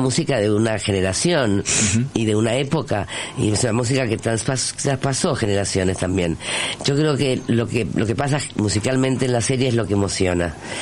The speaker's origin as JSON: {"language": "Spanish", "country": "Argentina", "also_born_or_lived": "Spain", "moved": "as an adult", "said": "siendo argentina, me habían como quitado una parte de mi identidad."}